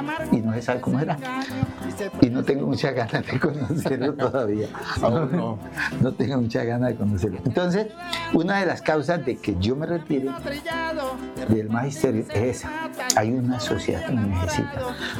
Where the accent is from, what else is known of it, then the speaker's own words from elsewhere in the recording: Santander, Colombia; now in Arauca, Colombia; Igual mi sociedad santanderina, mi pueblo de Arauca, me necesita.